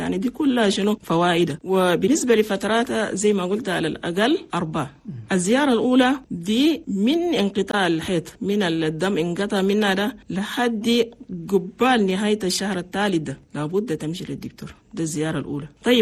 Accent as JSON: {"language": "Arabic", "country": "Chad", "said": "عندنا في تشاد"}